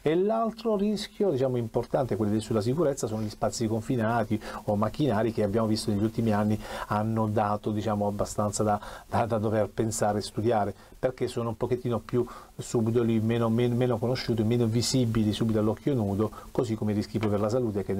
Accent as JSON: {"language": "Italian", "town": "Taranto", "region": "Apulia", "country": "Italy", "said": "perché anche io ho detto … ma non vengo da Assisi, anche io sono di Taranto"}